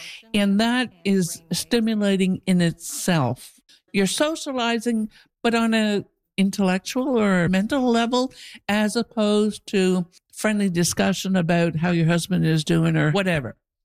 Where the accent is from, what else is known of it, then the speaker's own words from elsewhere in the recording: Quebec, Canada; I'm a retired teacher. I'm originally from Quebec